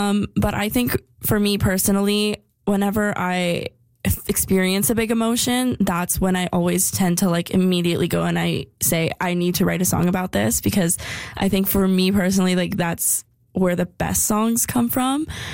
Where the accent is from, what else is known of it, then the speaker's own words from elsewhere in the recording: Calgary, Alberta, Canada; I am an artist from Calgary, Alberta.